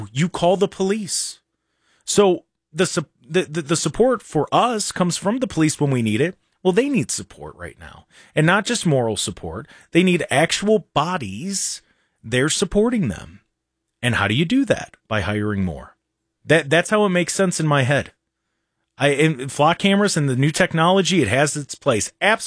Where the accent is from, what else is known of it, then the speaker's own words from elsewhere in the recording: Lodi, United States; I grew up, I was lucky enough, growing up in Lodi, there was always a cop sitting at the park.